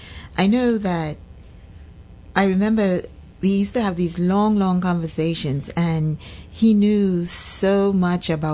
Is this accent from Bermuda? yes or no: yes; Bermuda; I grew up in Bermuda. I grew up back at town in Bermuda.